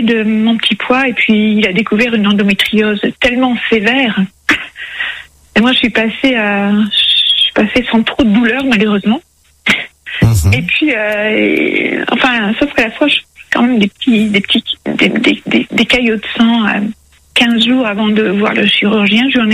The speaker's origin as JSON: {"language": "French", "region": "Hauts-de-France", "country": "France", "tie": "born or raised there", "said": "je suis native du Pas-de-Calais"}